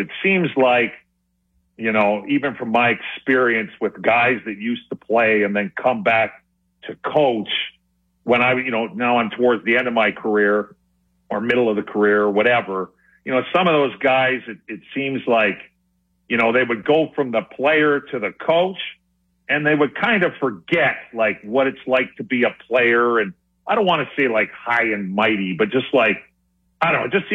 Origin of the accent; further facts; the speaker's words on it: Alberta, Canada; Calgary, we just went to the finals, and I'm from Alberta.